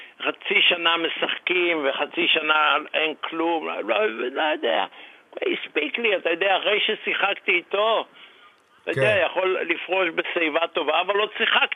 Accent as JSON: {"language": "Hebrew", "town": "Netanya", "region": "Central District", "country": "Israel", "tie": "born or raised there"}